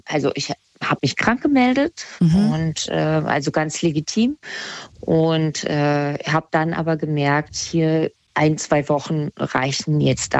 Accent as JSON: {"language": "German", "town": "Kassel", "region": "Hesse", "country": "Germany", "said": "Also ich komme ja ursprünglich aus Kassel, aber bin dann ein bisschen weiter weggegangen."}